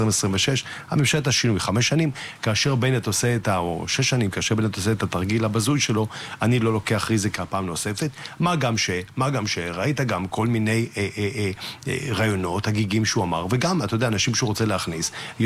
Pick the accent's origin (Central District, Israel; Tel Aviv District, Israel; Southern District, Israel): Tel Aviv District, Israel; Tel Aviv-Yafo; born there; כשהייתי ילד שלחו אותי בתי ספר אנגלי וצרפתי ביפו